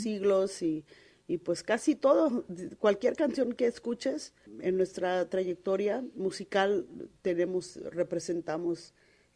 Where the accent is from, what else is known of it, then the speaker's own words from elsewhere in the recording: United States; nuestra música como grupo chicano, que considera no nomás nuestras propias historias como migrantes o hijos de migrantes, hablamos todo de eso.